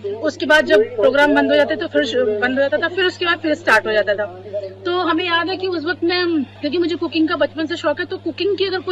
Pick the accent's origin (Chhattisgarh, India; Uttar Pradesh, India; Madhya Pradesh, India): Uttar Pradesh, India; Bareilly; और मैं बरेली की रहने वाली हूँ।